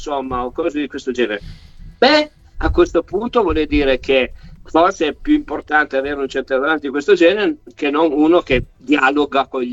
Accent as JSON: {"language": "Italian", "town": "Turin", "region": "Piedmont", "country": "Italy", "tie": "born or raised there", "said": "io che sono torinese e che allo stadio comunale ci sono cresciuto"}